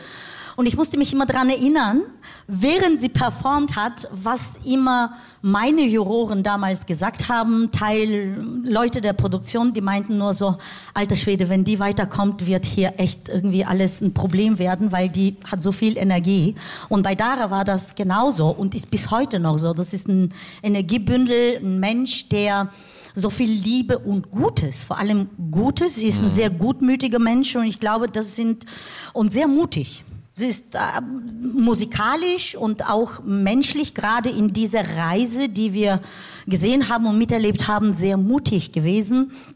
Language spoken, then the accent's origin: German; Bulgaria; moved away; also born or lived in Germany; ich bin aus Bulgarien vor 10 Jahren zurück, aus Deutschland vor 10 Jahren zurück nach Bulgarien wieder in die Heimat gezogen